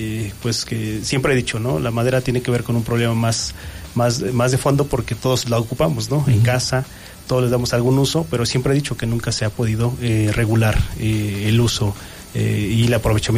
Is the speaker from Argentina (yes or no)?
no; Xalatlaco, State of Mexico, Mexico